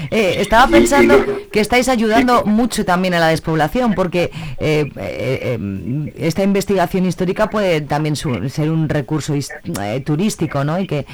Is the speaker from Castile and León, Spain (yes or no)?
yes; Pozuelo de Tábara, Castile and León, Spain; Y mi pueblo, que es Pozuelo de Tábara